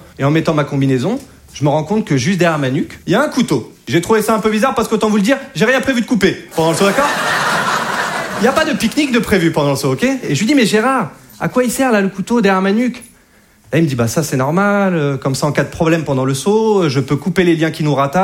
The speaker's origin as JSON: {"language": "French", "region": "Hauts-de-France", "country": "France", "lives_now": "Paris, France", "said": "Je suis pas de Paris à la base. Moi, je viens de Picardie."}